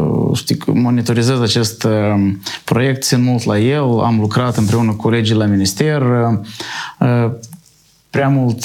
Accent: Soroca, Soroca District, Moldova; sunt originar din Soroca

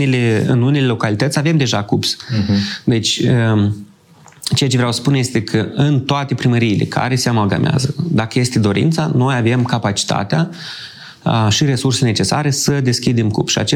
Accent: Ratuș, Moldova; eu locuiesc în satul în care m-am născut și tot timpul când mă prezint și ceva, dar de unde ești, spun din Ratuș, Ratuș Târșelceni.

